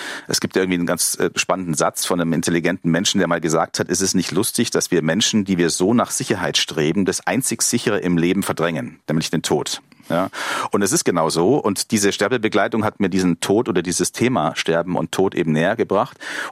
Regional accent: Munich, Bavaria, Germany; In München, ich komme aus München

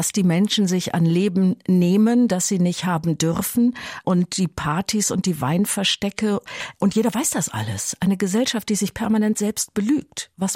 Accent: Lower Saxony, Germany; accent: Emsland dialect with Low German words; Ich habe ein paar plattdeutsche Worte, mischen genau. sich manchmal in meine emsländische Sprache

